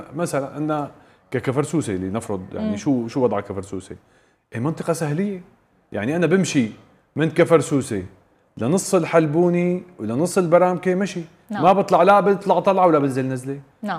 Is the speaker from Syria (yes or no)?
yes; Syria; أنا لما نحكي كسوري